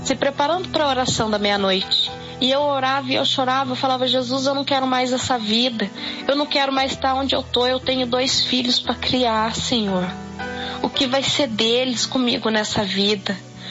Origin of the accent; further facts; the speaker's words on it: São Luís, São Paulo, Brazil; eu sou do interior de São Paulo, da cidade de São Luís.